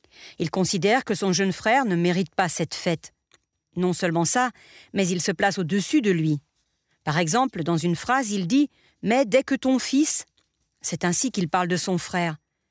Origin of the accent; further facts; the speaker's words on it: Spain; j'ai grandi en Espagne, aussi un pays très ancré dans le catholicisme. Même si mon éducation n'a pas été très sévère, j'ai été éduquée selon la foi catholique